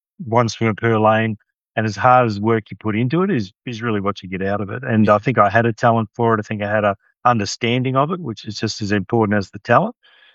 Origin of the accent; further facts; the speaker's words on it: Rockhampton, Queensland, Australia; I grew up in a country town called Rockhampton, and it's in central Queensland